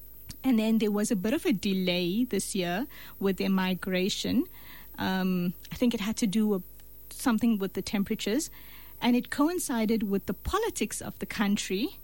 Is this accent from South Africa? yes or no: yes; Durban, KwaZulu-Natal, South Africa; I was born in Durban and schooled in university in Durban